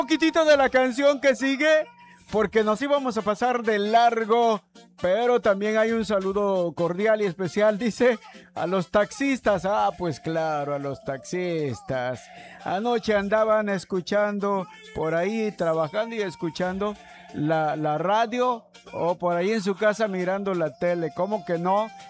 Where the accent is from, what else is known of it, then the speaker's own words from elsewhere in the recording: Tabasco, Mexico; un saludo a todos los que le van a los Olmecas, que somos todos los de Tabasco.